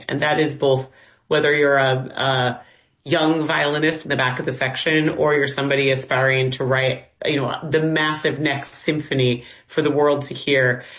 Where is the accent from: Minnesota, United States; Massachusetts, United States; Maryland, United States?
Minnesota, United States; moved away as an adult; now in Los Angeles, United States; I'm from Minnesota originally, and I moved to Los Angeles to attend USC